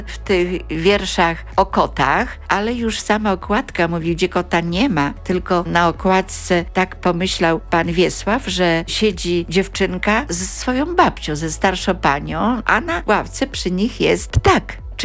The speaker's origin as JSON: {"language": "Polish", "town": "Jeziorki", "region": "Podlaskie Voivodeship", "country": "Poland", "said": "mojej wsi Jeziorki, jak i okolice Augustowa"}